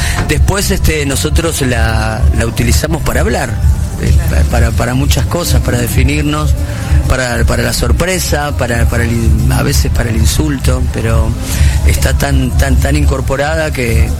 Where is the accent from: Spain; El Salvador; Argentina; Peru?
Argentina; medio tanguero, por ahí medio porteño, pero yo qué sé, creo que nos representa un poco, viste, cuando vas a otros países, lo primero que te dicen, ¿de dónde sos, argentino?